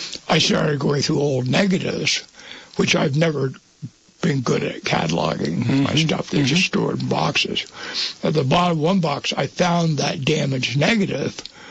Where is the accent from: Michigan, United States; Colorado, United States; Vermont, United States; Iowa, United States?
Vermont, United States; Tunbridge; I'm originally from Tunbridge. I lived there until I was 5 years old. My grandmother had a house on the corner on the road, Spring Road, where they turned to go to the fairgrounds. And so I was brought up at Tunbridge Fair.